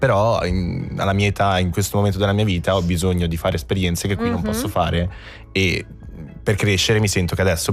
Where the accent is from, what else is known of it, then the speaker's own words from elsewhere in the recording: Ticino, Switzerland; Io allora sono felice di essere nato e cresciuto qui in Ticino, in Svizzera, però arrivato alla mia età adesso io voglio scappare, non ce la faccio. Mi sta proprio stretta a Lugano.